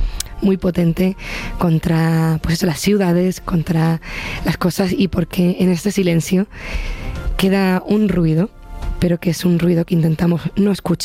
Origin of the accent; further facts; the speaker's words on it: Los Llanos de Aridane, Canary Islands, Spain; que toqué en la plaza de los Llanos de Aridane, en mi pueblo, frente a mi pueblo gratuitamente y sobre todo frente a mi abuela.